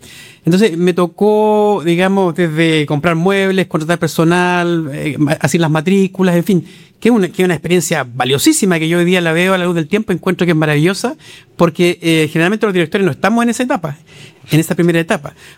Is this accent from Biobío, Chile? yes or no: yes; Concepción, Biobío, Chile; Yo soy penquista de nacimiento, siempre he vivido en la región. He estado en algún periodo, por razones académicas, de estudios fuera, pero en general siempre en mi región.